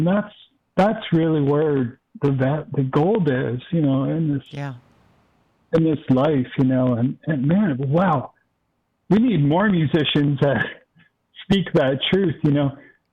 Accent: Rochester, United States; Growing up in Rochester, I would walk all the time in the woods in the middle of winter.

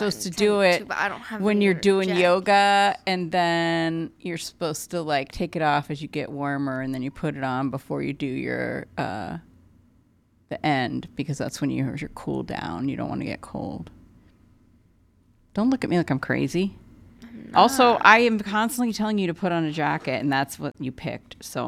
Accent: Bay Area, California, United States; I remember I'm from the Bay Area

